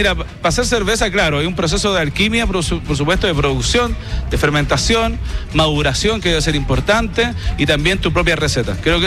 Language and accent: Spanish; San Esteban, Valparaíso, Chile; nosotros somos de Campo de Humá, sector bajo de la comuna de San Esteban. De ahí es mi familia, gente de trabajo, de la tierra, ¿no?